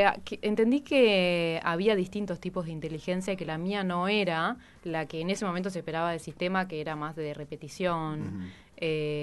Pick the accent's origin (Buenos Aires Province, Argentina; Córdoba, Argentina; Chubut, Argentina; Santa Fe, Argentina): Buenos Aires Province, Argentina; Bahía Blanca; Somos de Bahía, sí.